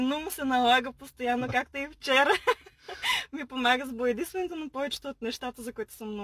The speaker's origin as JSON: {"language": "Bulgarian", "town": "Kardzhali", "region": "Kardzhali Province", "country": "Bulgaria", "tie": "born there", "said": "Родена съм в Кърджали. Моите родители са от тук. Мъжът, с който живея, е от тук."}